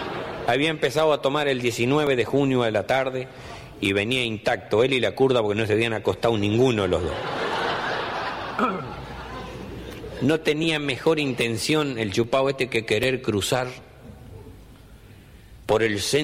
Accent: Chaco, Argentina

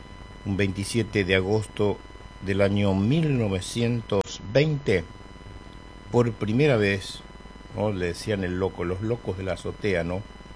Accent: Chaco, Argentina; moved away; En la provincia, en mi pueblo, en el Chaco

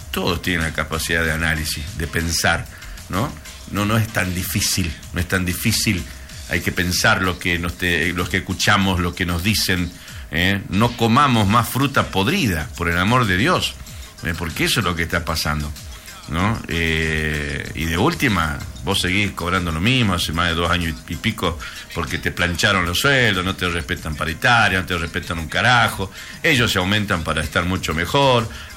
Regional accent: Campo Santo, Salta, Argentina; moved away; Yo cuando voy a mi pueblo me da pena. Entro a mi pueblo Camposanto

